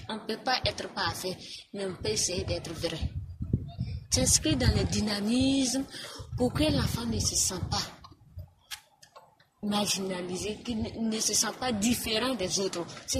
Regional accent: Burkina Faso; Chez nous au Burkina Faso, surtout en Afrique.

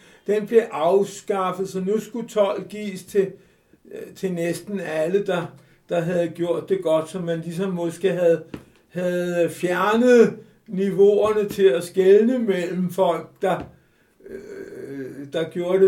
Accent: Frederiksberg, Capital Region of Denmark, Denmark; jeg er fra Frederiksberg

